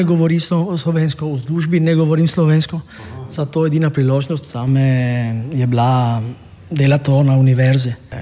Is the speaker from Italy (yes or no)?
yes; Padua, Veneto, Italy; Slovenian is a second language; moved away as an adult; also born or lived in Trieste; now in Trieste area, Italy; Točno ne, ker moja družina prihaja iz Sicilije. Jaz sem se rodil v Padovi, tam sem živel 30 let in potem je zdelo preravno v Padovi in sem se preselil v Trst prej in potem v dolino pri Trstu